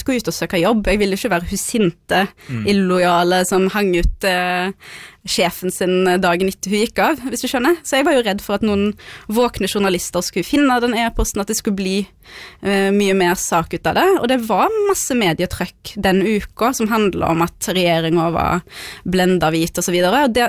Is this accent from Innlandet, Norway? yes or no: no; Haugesund, Rogaland, Norway; first language Norwegian; also born or lived in Beirut; Og jeg er oppvokst i Haugesund, jeg født i Beirut, men jeg kom jo her da jeg var et halvt år gammel, så mitt primærspråk er jo norsk.